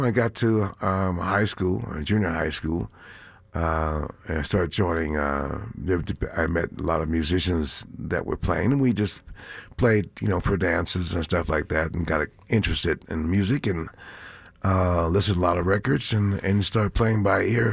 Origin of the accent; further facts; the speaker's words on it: San Francisco, California, United States; also born or lived in Spokane / New Orleans; Well, I was born in Spokane. Year and a half, we stayed there and went back to New Orleans, where my mother was from. Until I was about five, and then we moved to San Francisco, where my father was discharged from the Army.